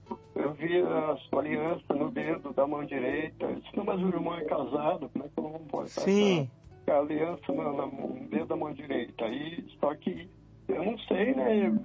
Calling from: Porto Alegre, Rio Grande do Sul, Brazil; eu sou aqui do Rio Grande do Sul

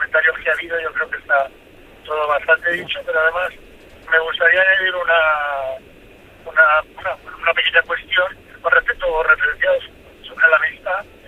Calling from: Palma, Balearic Islands, Spain; Palma de Mallorca, estoy llamando desde Palma de Mallorca.

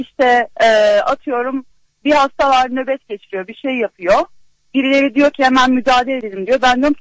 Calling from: Istanbul, Turkey; Hoş buldum, ben de İstanbul'dan arıyorum.

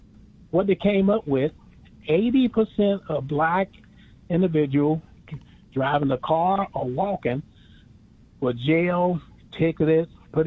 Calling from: Cincinnati, Ohio, United States; I'm in Cincinnati.

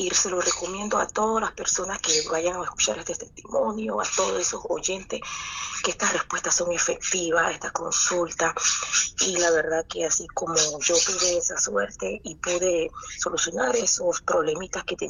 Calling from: Panama City, Panamá, Panama; Yo soy de Panamá Viejo.

